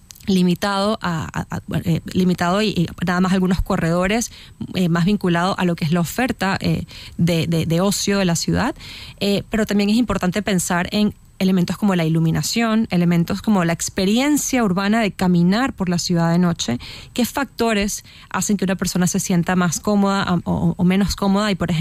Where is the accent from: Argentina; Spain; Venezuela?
Venezuela; Caracas, Capital District; yo soy de Venezuela y en Venezuela empecé a estudiar la importancia de la noche como espacio para socializar, ¿no? Habiendo crecido en Caracas, que era una ciudad muy, muy peligrosa